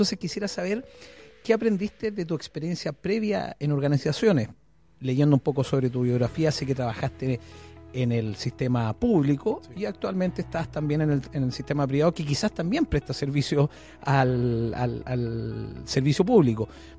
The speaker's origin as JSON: {"language": "Spanish", "town": "Viña del Mar", "region": "Valparaíso", "country": "Chile", "moved": "as an adult", "lives_now": "Limache, Chile", "said": "yo soy de Viña del Mar, pero vivo en Limache actualmente, ya desde el año 2012."}